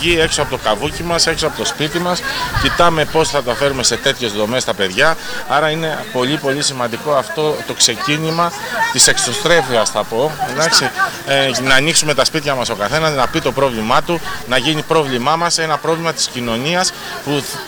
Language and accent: Greek; Xylokastro, Peloponnese, Greece; εγώ ήμουν φοιτητής στο χωριό μου, στο Ξυλόκαστρο.